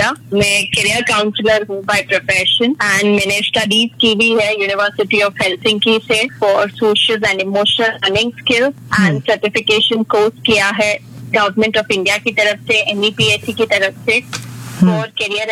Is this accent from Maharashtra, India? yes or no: yes; Mumbai, Maharashtra, India; मैं अमची मुंबई से हूँ।